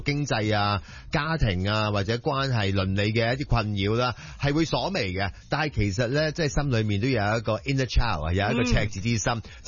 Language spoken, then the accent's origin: Cantonese; Hong Kong; 同埋我哋香港人啦，即系经历咗咁多